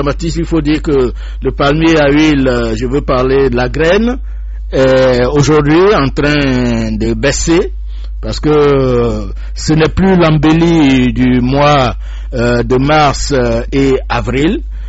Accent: Côte d’Ivoire; parce que nous sommes tous paysans, je viens de Grand Lépé

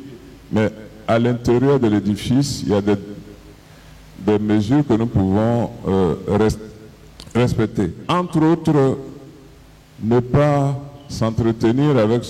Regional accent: Jacquesville, Lagunes, Côte d’Ivoire; Je viens de Jacquesville, de la région de Jacquesville, de mon village même.

